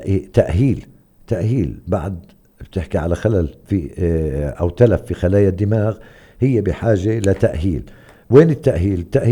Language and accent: Arabic; Hebron, West Bank, Palestine